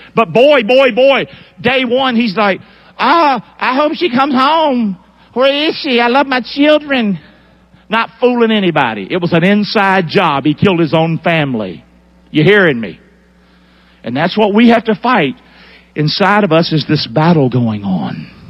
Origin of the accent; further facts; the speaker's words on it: United States; I am an American.